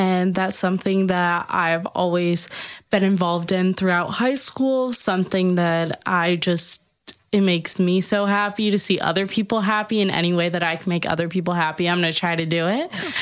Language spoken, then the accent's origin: English; Cleveland, Ohio, United States; And it's my home away from home because I'm from Cleveland, Ohio.